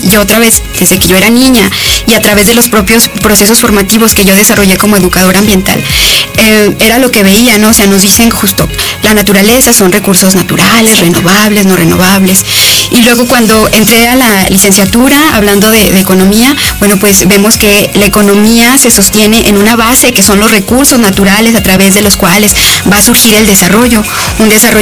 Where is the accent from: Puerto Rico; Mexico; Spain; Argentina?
Mexico; Ojocaliente, Zacatecas; now in Aguascalientes, Mexico; yo no soy de Aguascalientes, yo soy de Zacatecas, de un lugar que se llama Ojo Caliente